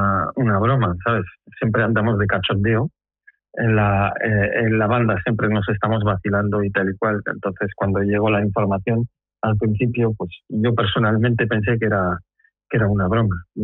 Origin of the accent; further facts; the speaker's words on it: Bilbao, Basque Country, Spain; Somos de Bilbao